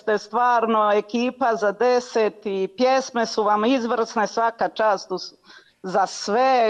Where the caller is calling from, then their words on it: Pula, Istria County, Croatia; mi dolazimo iz Pule